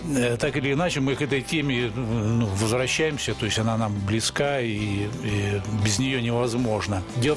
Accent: Donbas, Ukraine; я родился на Донбассе и провел там детство, юношество, и я очень с большим теплотом вспоминаю это время

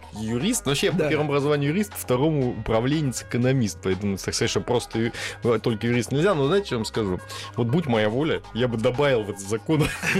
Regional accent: Sakha Republic, Russia; Я сам родился и вырос в Якутии, да, во мне течет якутская кровь.

